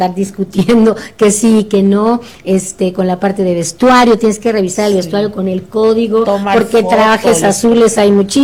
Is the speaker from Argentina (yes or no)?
no; Campeche, Mexico